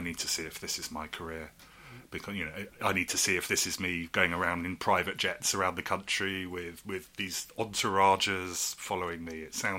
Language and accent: English; Beverley, Yorkshire and the Humber, United Kingdom; born there; also born or lived in Derbyshire / Ashford, Kent; So I was born in Yorkshire, in a hospital in Beverley. We didn't stay in Yorkshire too long. We moved around quite a lot as a family. So moved to Derbyshire and went to preschool there, and we found ourselves in Ashford in Kent